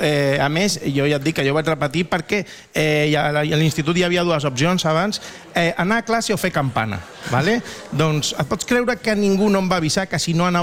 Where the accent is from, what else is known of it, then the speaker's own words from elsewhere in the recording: Barcelona, Catalonia, Spain; also born or lived in León; jo tinc una vinculació molt gran perquè ja saps que jo sóc meitat de Lleó, meitat de Barcelona